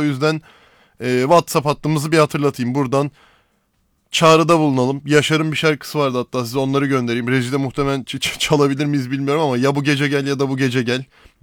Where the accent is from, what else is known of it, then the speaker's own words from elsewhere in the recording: Istanbul, Turkey; born there; semt olarak da doğma büyüme Beşiktaş'ta olduğu için hani o semt kültürü, Beşiktaş'ın semt takımı kültürünü de çok içselleştirip bir şekilde evrimini sürdüren bir aile. O yüzden bunun etkisinde de büyüdüm ben.